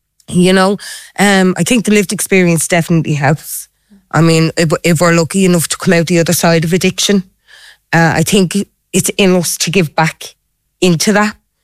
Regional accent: Leinster, Ireland; I'm from Knocklade.

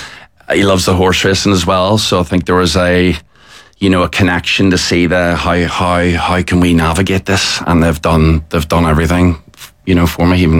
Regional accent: Ards, Northern Ireland, United Kingdom; born there; also born or lived in Magherafelt, Northern Ireland / Cookstown, Northern Ireland; then we all moved to Cookstown in Mid-Ulster. So I was born in Macrofelt, lived there for a few years, and then he was moved to Ards

